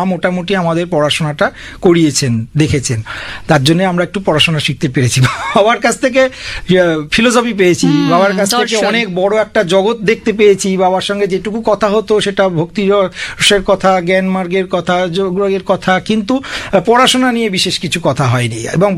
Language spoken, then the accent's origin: Bangla; Nabagram, West Bengal, India; 1948 সাল থেকে এখানে বসতি, এটা হচ্ছে পঞ্চায়েত এলাকা। সেই নবগ্রাম পঞ্চায়েত এলাকায় আমার জন্ম, আমার বেড়ে ওঠা, আমি আজ 50 বছর বয়স পর্যন্ত ওখানেই আছি